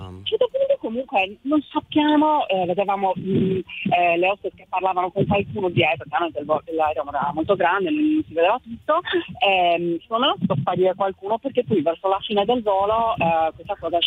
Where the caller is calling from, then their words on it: Cagliari, Sardinia, Italy; io sono da Cagliari.